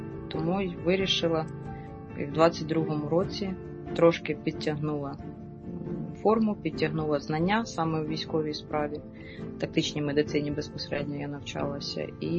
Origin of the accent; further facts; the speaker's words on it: Dnipro, Dnipropetrovsk Oblast, Ukraine; Я сама з Дніпра.